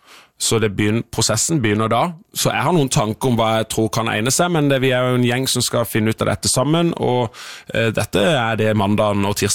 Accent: Søgne, Agder, Norway; Vi hadde øvingstid i Søgne, der jeg kommer fra.

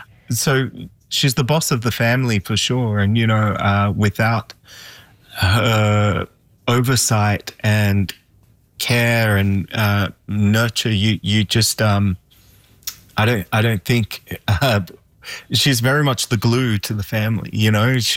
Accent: Australia; Definitely, yeah. We you know, apart from the Persian rugs everywhere, we had the artworks and just the decor, but just the way of being, right?

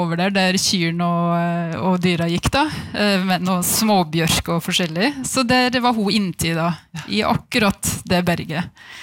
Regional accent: Vinstra, Innlandet, Norway; så begynte å prate med folk i Dalen, da, Kvam-området og Vinstra der jeg er fra.

